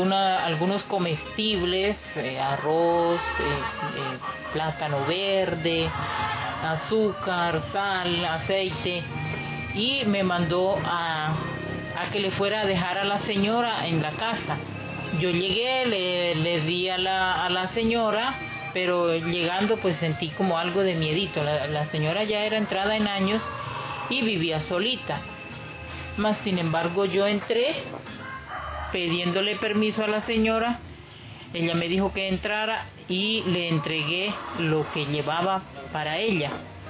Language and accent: Spanish; Sampués, Sucre, Colombia; also born or lived in Sincelejo, Colombia; Nací en la ciudad de Sincelejo, me crié en San Pues. Mi mamá es del departamento del Magdalena y mi papá del departamento de Sucre.